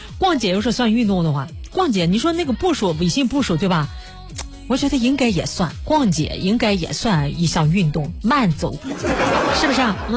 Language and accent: Chinese; Rizhao, Shandong, China; accent: Rizhao dialect; now in Xuzhou, China; 我从小过山东长大的，我是个山东大妹儿，山东大妞